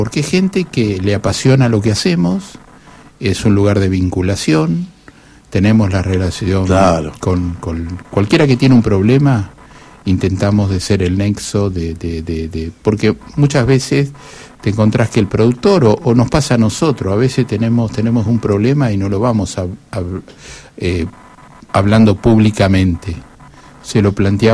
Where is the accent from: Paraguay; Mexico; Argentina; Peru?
Argentina; born there; mi país es Argentina, nací en mi país